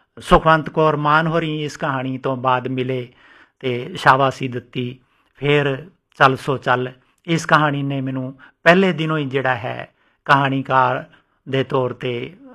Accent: Sirsa district, Haryana, India; moved away as an adult; also born or lived in Ellenabad, Haryana / Sangrur, Punjab; ਮੇਰਾ ਜਨਮ ਪਿੰਡ ਤਲਵਾੜਾ ਖੁਰਦ, ਜ਼ਿਲ੍ਹਾ ਸਰਸਾ, ਹਰਿਆਣੇ 'ਚ ਹੋਇਆ, ਜਿੱਥੇ 8ਵੀਂ ਤੱਕ ਦਾ ਸਕੂਲ ਸੀ। ਬਾਅਦ 'ਚ ਮੈਂ 10ਵੀਂ ਤੱਕ ਦੀ ਸਿੱਖਿਆ ਲਈ ਐਲਨਾਬਾਦ, ਜਿਹੜਾ ਅੱਜ ਕੱਲ੍ਹ ਤਹਿਸੀਲ ਹੈੱਡਕੁਆਟਰ ਹੈ, ਉੱਥੇ ਆ ਗਿਆ

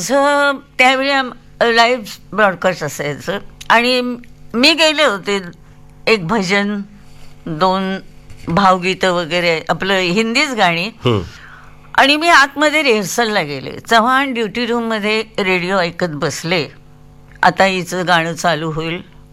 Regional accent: Maharashtra, India; पण कोणाला हे माहिती नव्हतं की मी एक महाराष्ट्रीयन आहे, ते मला मद्रासीच समजायचे.

